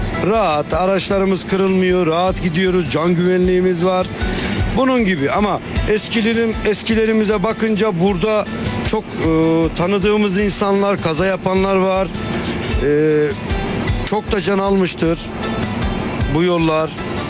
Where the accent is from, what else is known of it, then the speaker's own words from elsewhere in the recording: Artvin, Turkey; Artvin merkezde büyüdüm. Buralıyım.